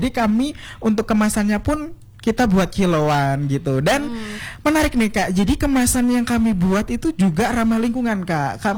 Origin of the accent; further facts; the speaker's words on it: Ngawi, East Java, Indonesia; moved away as an adult; now in Malang, Indonesia; saya sedikit berbeda di Malang dengan saya kan asalnya dari Ngawi